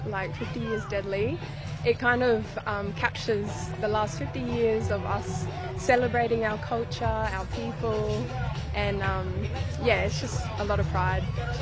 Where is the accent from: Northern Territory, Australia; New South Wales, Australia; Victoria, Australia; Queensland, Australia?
Northern Territory, Australia; Yeah, I'm from Mbanta, born and raised. I'm a proud Orinda, Majida, Kadage and Walpiri woman.